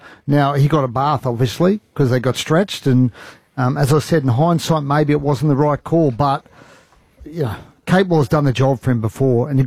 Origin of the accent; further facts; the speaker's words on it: Queensland, Australia; I'm a Queenslander.